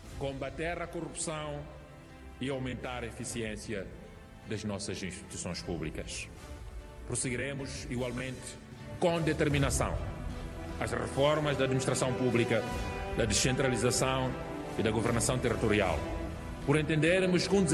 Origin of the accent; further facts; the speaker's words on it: Mozambique; inuaremos, como moçambicanos, a implementar reformas